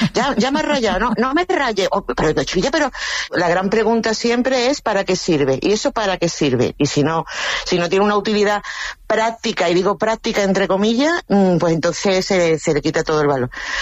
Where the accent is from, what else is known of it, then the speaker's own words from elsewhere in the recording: Seville, Andalusia, Spain; como mis padres, ¿no? Que somos, éramos de Sevilla.